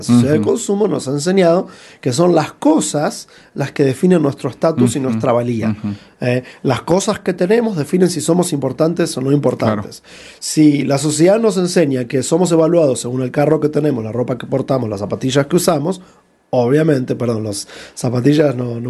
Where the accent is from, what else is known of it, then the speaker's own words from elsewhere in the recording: Argentina; moved away as an adult; also born or lived in California, United States; now in United States; yo tuve la oportunidad de trabajar con jóvenes en Argentina, mi país de origen, en Buenos Aires, por muchos años, y después cuando me mudé a los Estados Unidos, de trabajar en California